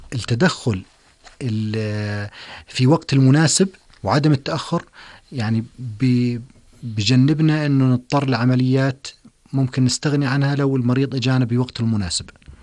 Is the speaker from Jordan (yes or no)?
yes; Jordan; وخصوصا عندنا بالأردن